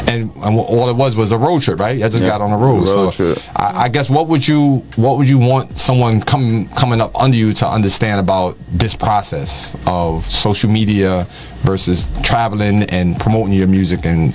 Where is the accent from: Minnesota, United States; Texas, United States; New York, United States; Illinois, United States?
New York, United States; Bronx; I'm from the Bronx, right? I'm from the South Bronx back in the days when they was burning buildings and all that. The ghetto, super, you know.